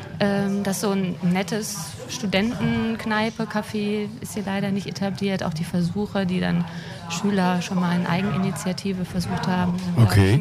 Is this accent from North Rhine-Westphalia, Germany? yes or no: yes; Unna, North Rhine-Westphalia, Germany; born there; now in Hamm, Germany; Ich ganz weit weg, aus Unna.